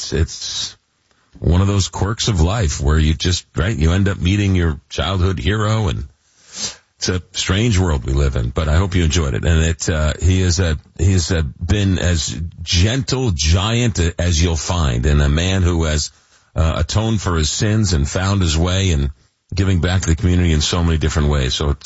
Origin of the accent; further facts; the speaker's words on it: New York, United States; growing up in New York as a Met fan and listening to watching Daryl Strawberry, reading him in the newspaper